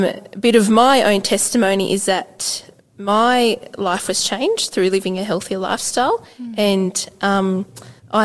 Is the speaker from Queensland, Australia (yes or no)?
no; Wollongong, New South Wales, Australia; moved away as an adult; now in Bowral, Australia; I grew up down in Wollongong.